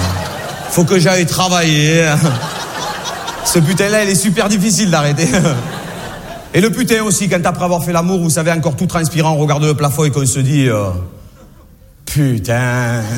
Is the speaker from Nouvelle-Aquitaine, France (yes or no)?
no; Hazebrouck, Hauts-de-France, France; born there; je suis né à Lille. Enfin, un petit patelin juste à côté, quoi. Ça s'appelle Hazebrouck.